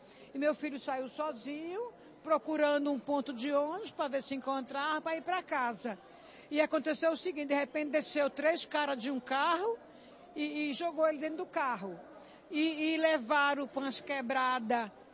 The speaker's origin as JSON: {"language": "Portuguese", "town": "Itapevi", "region": "São Paulo", "country": "Brazil", "said": "Eu venho de Itapevi."}